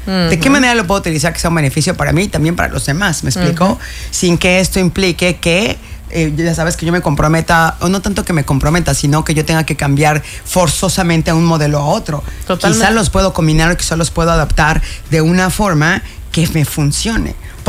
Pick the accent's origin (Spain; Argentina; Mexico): Mexico